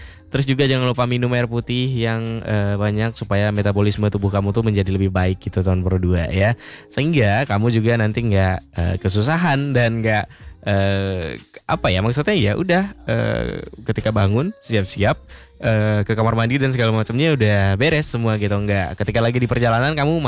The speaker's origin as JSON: {"language": "Indonesian", "region": "Aceh", "country": "Indonesia", "said": "kita orang Aceh"}